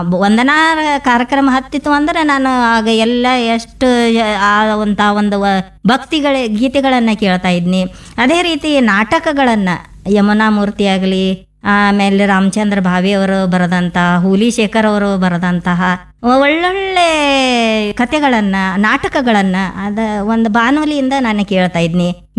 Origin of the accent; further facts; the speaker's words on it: Ramdurg, Karnataka, India; born there; moved away as an adult; now in Sulebhavi, India; ನಾನು ಹುಟ್ಟಿದ್ದು ರಾಮದುರ್ಗ ಆಗಿರ್ಬೋದು, ಆದರೆ ನನ್ನ ಸಾಹಿತ್ಯ ಬೆಳೆದದ್ದು ಸುಳೇಬಾವಿಯಲ್ಲಿ ಅಂತ ಹೇಳಕ್ಕೆ ಇಷ್ಟಪಡ್ತೀನಿ